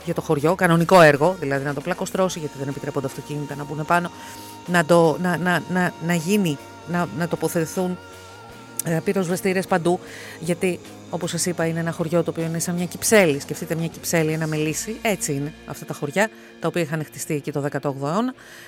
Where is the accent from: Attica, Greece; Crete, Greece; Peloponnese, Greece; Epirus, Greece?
Peloponnese, Greece; Platanos; κατάγομαι από τον Πλάτανο Κινουρίας.